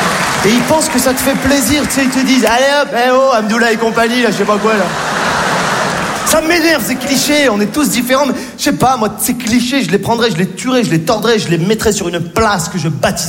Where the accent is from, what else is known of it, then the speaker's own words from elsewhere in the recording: Morocco; born there; Je suis né au Maroc.